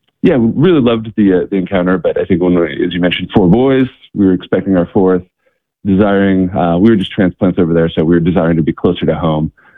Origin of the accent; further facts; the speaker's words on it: Kansas, United States; moved away as an adult; now in Philadelphia, United States; So I'm originally from Kansas, so that's where I grew up. Went to University of Kansas, and you know, grew up Catholic